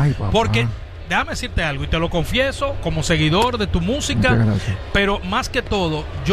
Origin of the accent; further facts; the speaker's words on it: Dominican Republic; como dominicano que soy